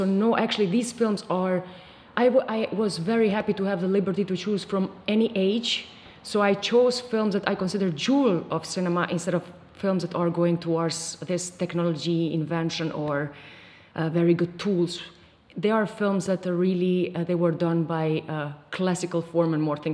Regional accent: Kosovo; I knew that I want to make films in Kosovo, because I'm from Kosovo.

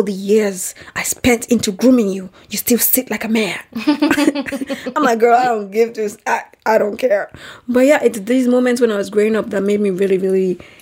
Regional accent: Nigeria; For context, I'm from Nigeria. I was born and raised there.

